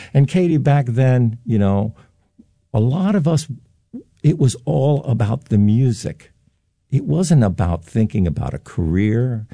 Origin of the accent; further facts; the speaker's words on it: East Brunswick, New Jersey, United States; starting out in New Jersey when I was a young boy, I was really lucky that I grew up in East Brunswick, which was close to Douglas College, and everybody came through.